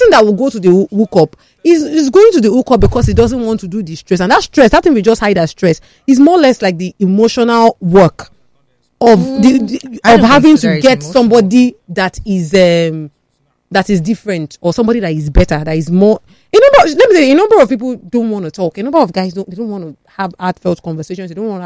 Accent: Nigeria; me as a Nigerian woman

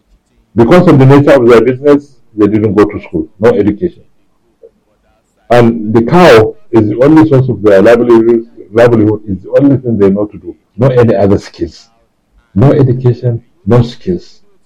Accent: Nigeria

